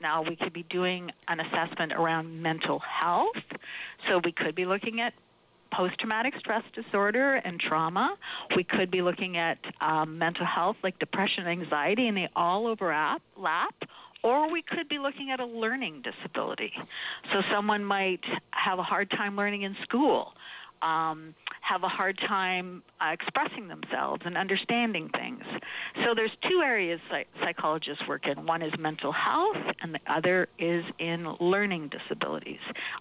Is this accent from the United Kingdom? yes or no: no; Thunder Bay, Ontario, Canada; born there; moved away; Well, I'm originally a long way from home. I was born in Thunder Bay.